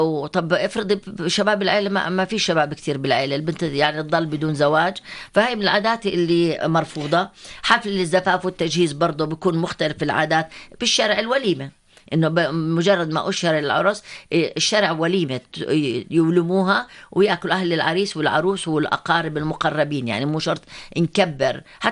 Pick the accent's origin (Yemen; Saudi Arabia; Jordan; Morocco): Jordan; احنا عندنا بالاردن مثلا في مقدم ومؤخر